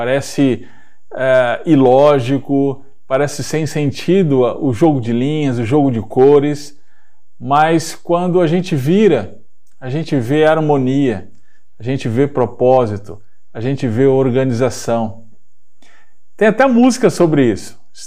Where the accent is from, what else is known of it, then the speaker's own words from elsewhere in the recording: Natal, Rio Grande do Norte, Brazil; Eu sou de Natal, Rio Grande do Norte. E eu cresci vendo a minha mãe fazer aí obras de tapeçaria, né, tricô e etc.